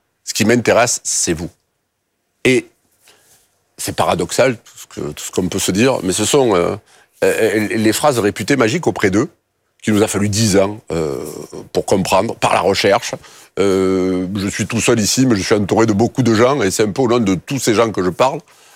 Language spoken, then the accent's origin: French; Marseille, Provence-Alpes-Côte d'Azur, France